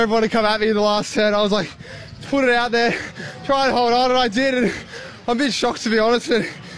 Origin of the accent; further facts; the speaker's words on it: Melbourne, Victoria, Australia; I'm from Melbourne.